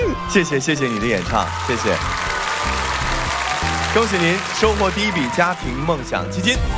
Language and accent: Chinese; Xinjiang, China